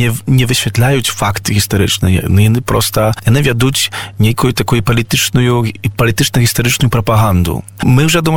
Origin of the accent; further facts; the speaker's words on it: Podlaskie Voivodeship, Poland; а ми вижили, ми як білоруси у Польщі, ми як меншість вижили.